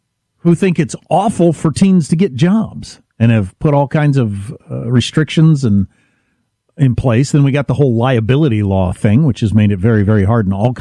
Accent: United States; as an American

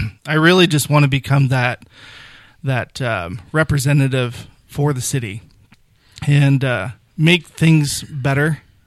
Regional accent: Alaska, United States; also born or lived in East Coast; now in Redding, United States; You know, growing up in Alaska, and I was living on the East Coast at the time when I was working with a nonprofit.

